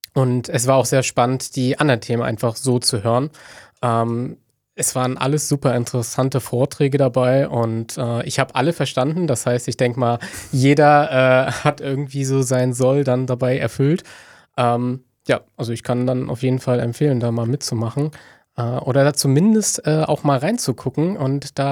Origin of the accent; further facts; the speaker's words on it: Stralsund, Mecklenburg-Vorpommern, Germany; moved away as an adult; now in Rostock, Germany; ich komme ursprünglich aus Stralsund und ich habe in Rostock Landwirtschaft studiert